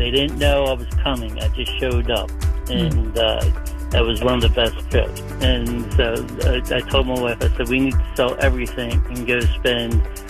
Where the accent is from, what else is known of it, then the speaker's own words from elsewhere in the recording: Eastern Shore, United States; I was spoiled and I grew up on the Eastern Shore. My parents have waterfront property.